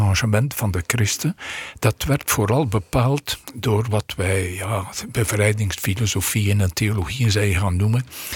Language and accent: Dutch; Poperinge, Flanders, Belgium; now in Netherlands; Ik ben uit Poperingen. Dat ligt vlakbij Ieper, maar eigenlijk vlakbij de Franse grens. En dat heeft mijn jeugd zeer getekend. Ik heb altijd aan mensen gezegd, ik ben geboren tussen 2 abdijen.